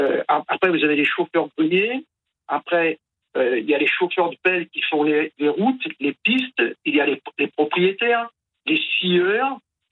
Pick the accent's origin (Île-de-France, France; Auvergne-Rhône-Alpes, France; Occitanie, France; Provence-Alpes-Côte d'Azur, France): Auvergne-Rhône-Alpes, France; Le Puy-en-Velay; Pas du tout. Moi, je suis du Puy-en-Velay, en Haute-Loire, et pas du tout.